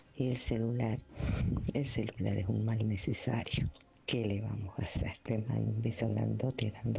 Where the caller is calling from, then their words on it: Pergamino, Buenos Aires Province, Argentina; de Pergamino.